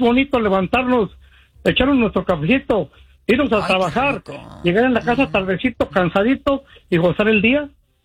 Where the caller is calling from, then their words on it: Tulsa, Oklahoma, United States; de Tulsa, Oklahoma.